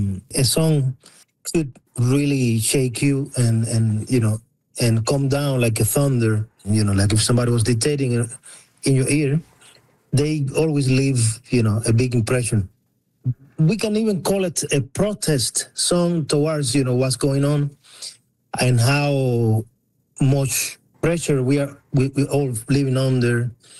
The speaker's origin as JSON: {"language": "English", "country": "Cuba", "said": "okay, I'm from Cuba, okay, I play, you know, all kinds of music, whatever"}